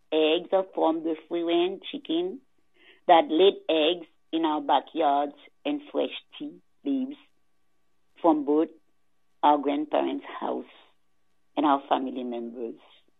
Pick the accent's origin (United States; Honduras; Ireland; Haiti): Haiti; When I was growing up in Haiti